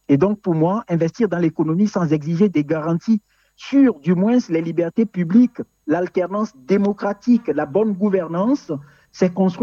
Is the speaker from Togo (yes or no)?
yes; Togo; au Togo, puisque je suis togolais